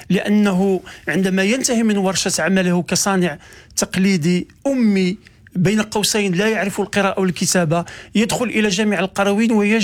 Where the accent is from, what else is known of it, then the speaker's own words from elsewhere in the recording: Morocco; accent: Moroccan; ونحن في المغرب لا نقول كفيف وإنما نقول بصير.